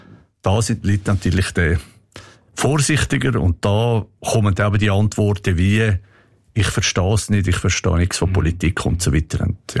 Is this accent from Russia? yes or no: no; Switzerland; als Schweizer